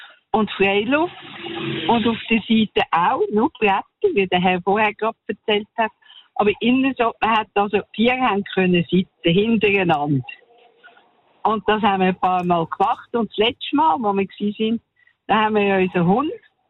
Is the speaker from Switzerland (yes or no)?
yes; Menziken, Aargau, Switzerland; Hallo, ich komme eigentlich aus Menziken.